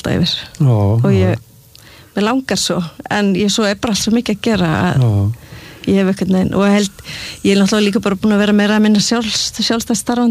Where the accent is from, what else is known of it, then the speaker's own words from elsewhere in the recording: Seltjarnarnes, Capital Region, Iceland; also born or lived in Reykjavík; Já, ég ólst upp á Seltjarnarnesi þar til ég var 12 ára og svo flutti í vesturbæinu